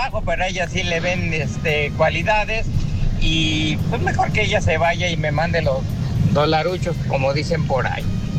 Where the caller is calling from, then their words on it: Mexico; irnos a otro país como mexicanos, sí lo hacemos y yo como anciano ahorita